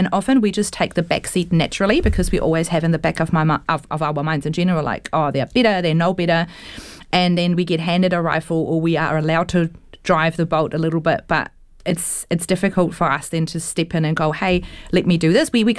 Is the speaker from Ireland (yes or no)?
no; Germany; English is a second language; moved away as an adult; now in New Zealand; I'm originally from Germany. I came in 2012 to New Zealand and started with rock fishing.